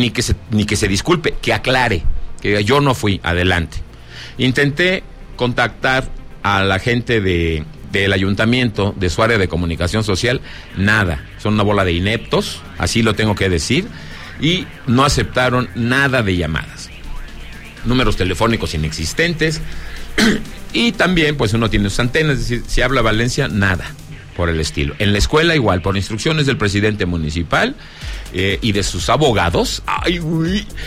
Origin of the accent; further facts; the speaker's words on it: Zacatecas, Mexico; en mi programa, en Sonido Estrella, en mi tierra Zacatecas